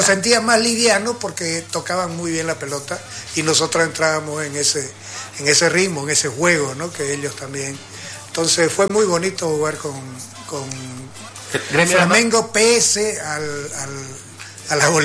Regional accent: Porongo, Santa Cruz, Bolivia; moved away; also born or lived in Cochabamba; yo en Porongo jugaba desde niño, parábamos en la cancha. Nuestro colegio era ahí

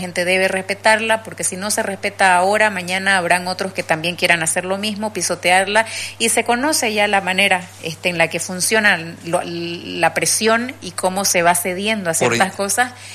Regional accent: Bolivia; somos bolivianos.

